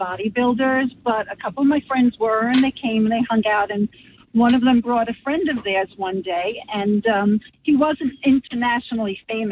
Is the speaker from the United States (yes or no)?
yes; New York City, New York, United States; now in North Brunswick, United States; I grew up in Brooklyn in the 70s